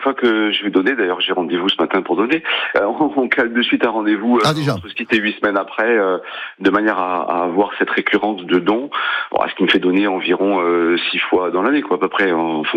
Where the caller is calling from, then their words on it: Perpignan, Occitanie, France; De Perpignan, je suis de Perpignan.